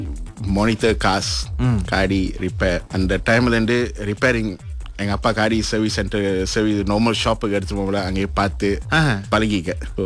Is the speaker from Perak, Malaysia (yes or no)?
no; Petaling Jaya, Selangor, Malaysia; born or raised there